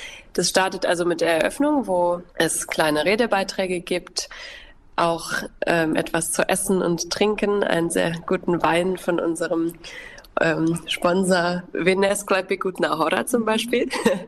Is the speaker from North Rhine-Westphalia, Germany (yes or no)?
yes; Vorst, North Rhine-Westphalia, Germany; Die Idee kam so, dass wir den Ort sehr gut kennen. Wir sind hier selber aufgewachsen auf dem Hof in Vorst und sind aber beide in andere Richtungen gegangen.